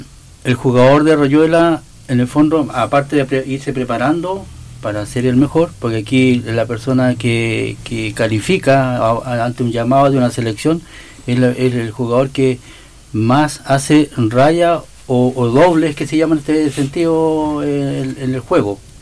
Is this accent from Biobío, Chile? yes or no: no; Rupanco, Los Lagos, Chile; yo venía viajando para acá, porque yo soy de Sahue Rupanco, de aquí a 17 kilómetros de Entre Lagos